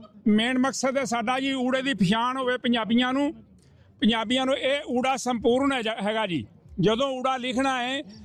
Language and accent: Punjabi; Karnal, Haryana, India; now in Melbourne, Australia; ਠੀਕ ਠਾਕ ਨੇ ਜੀ … ਕਰਨਾਲ ਤੋਂ ਹਾਂ ਤੇ ਮੇਰੇ ਨਾਲ ਨੇ ਜਵਾਰਜੀਤ ਸਿੰਘ ਹੈਪੀ ਜੀ ਤੇ 2012 ਦੇ ਵਿੱਚ ਅਸਾਂ ਇੱਥੇ ਮੈਲਬੋਰਨ 'ਚ ਸ੍ਰੀ ਸੁਖਮਨੀ ਸਾਹਿਬ ਸੇਵਕ ਸਭਾ ਮੈਲਬੋਰਨ ਬਣਾਈ ਸੀ